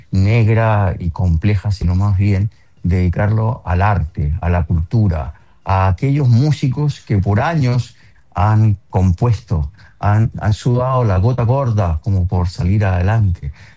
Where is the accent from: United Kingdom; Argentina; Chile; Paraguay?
Chile; porque nosotros como chilenos evidentemente no nacemos con ese don.